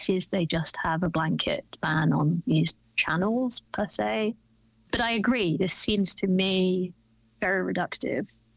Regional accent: England, United Kingdom; now in United States

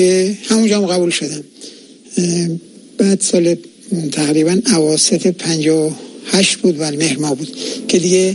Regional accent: Rasht, Gilan, Iran; moved away as an adult; also born or lived in Tabriz; خودم چون اهل رشت بودم،

